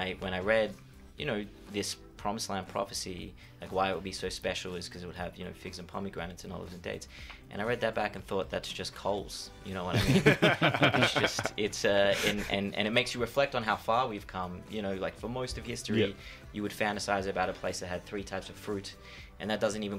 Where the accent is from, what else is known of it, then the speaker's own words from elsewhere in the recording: Australia; I say, I'm Australian.